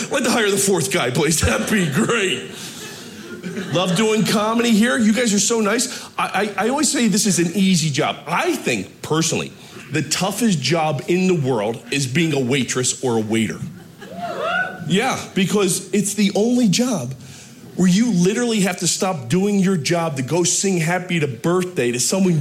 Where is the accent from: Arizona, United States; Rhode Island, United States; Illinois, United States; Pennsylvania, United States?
Pennsylvania, United States; Philadelphia; I'm coming from Philadelphia.